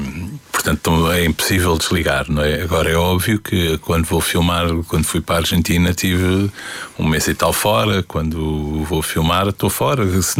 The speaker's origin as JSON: {"language": "Portuguese", "region": "Lisbon", "country": "Portugal", "tie": "born there", "said": "Nasci no Príncipe Real."}